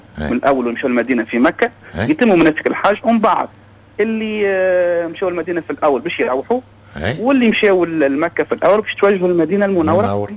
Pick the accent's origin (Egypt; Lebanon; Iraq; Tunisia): Tunisia; راهو نحن كدولة تونسية وكمكتب شؤون حجاج تونس حاضرين مش نوفروا له سبل الراحة بأقصى المستطاع.